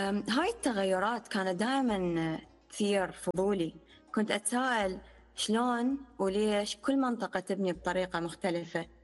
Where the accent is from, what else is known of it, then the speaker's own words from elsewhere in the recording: Iraq; نشأتي بلدي العراق، البلد الغني بتنوع الحضاري والجغرافي، الثقافي، البيئي